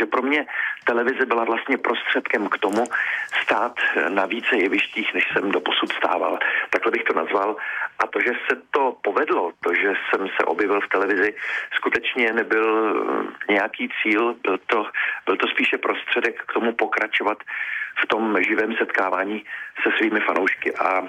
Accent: Most, Ústí nad Labem Region, Czechia; já jsem z Mostu a hrdě prohlašuji, že jsem kluk z Koneční

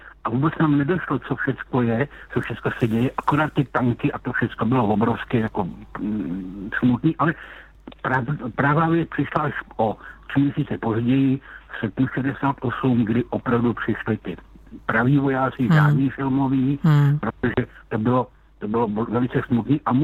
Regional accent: Lysá nad Labem, Central Bohemian Region, Czechia; Já jsem z Lise nad Labem.

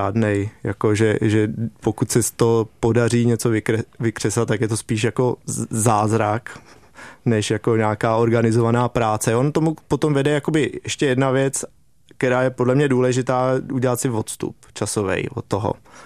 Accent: Lysá nad Labem, Central Bohemian Region, Czechia

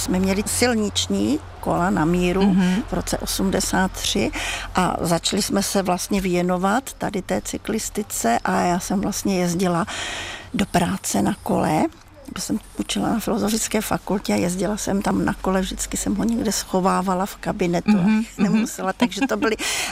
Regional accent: Cerekvice nad Loučnou, Pardubice Region, Czechia; moved away; also born or lived in Prague; já jsem rodačka z východních Čech, od Litomyšle. Jsem se narodila v Cerekvici nad Loučnou. Jsem jedna ze dvou dětí, které se přímo narodily v té vesnici a nikoli v porodnici v Litomyšli jako větší.

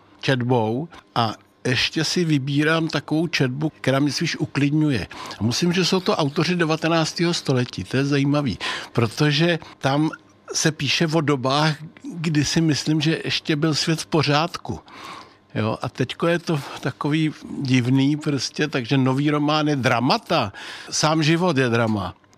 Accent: Blatná, South Bohemian Region, Czechia; also born or lived in Strakonice / České Budějovice / Brloh; now in Český Krumlov, Czech Republic; Já si myslím, že jsem Jihočech v podstatě od A až do Z, nebo já nevím, jak bych to měl říct, protože já během svého pracovního a studijního života jsem nevytáhl z jižních Čech paty.

